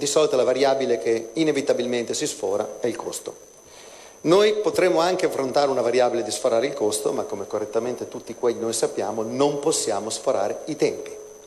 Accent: Modena, Emilia-Romagna, Italy; born there; Io sono nato a Modena, che è una terra di persone vulcaniche senza vulcani.

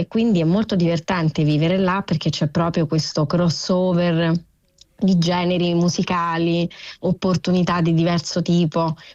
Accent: Rome, Lazio, Italy; now in Toronto, Canada; nonostante io sia nata e cresciuta a Roma, ho deciso di andare a Toronto per conoscere meglio la famiglia di mia madre

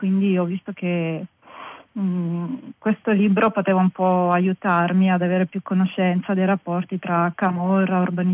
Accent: Torre Annunziata, Campania, Italy; moved away; sono cresciuta a Torre Annunziata.

